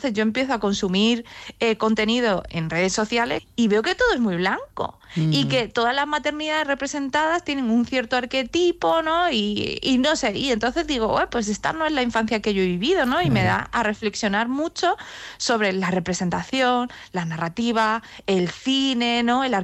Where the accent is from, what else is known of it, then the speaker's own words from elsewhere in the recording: China; now in Spain; tú tenías que definir y decir, oye, es que yo soy china, pero tengo una familia española